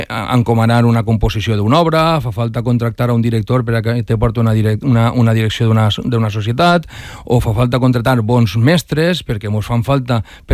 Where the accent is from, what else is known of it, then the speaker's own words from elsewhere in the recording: Valencia, Valencian Community, Spain; Jo anava a escola a Llíria, o sea, jo no sóc de Llíria, jo sóc d'ací del Cabanyal.